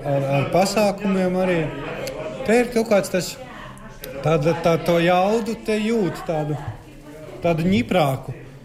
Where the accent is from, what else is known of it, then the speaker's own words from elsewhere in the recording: Courland, Latvia; Un es esmu kurzemnieks.